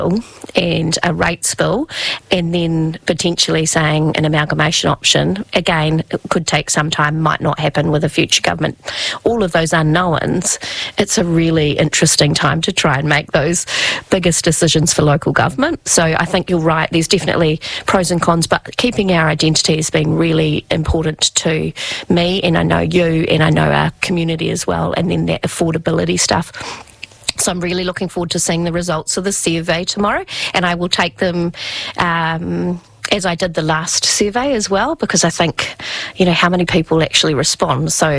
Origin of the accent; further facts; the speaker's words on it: Wellington, New Zealand; same as you, Wairarapa proud. I love that I come from Wairarapa.